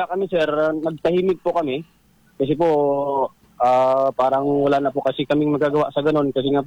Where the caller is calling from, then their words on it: El Nido, Mimaropa, Philippines; dito po sa amin sa Nakpan